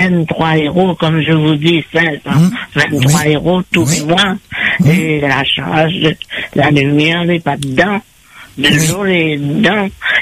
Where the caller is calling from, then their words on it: Réunion; Je suis à la Réunion.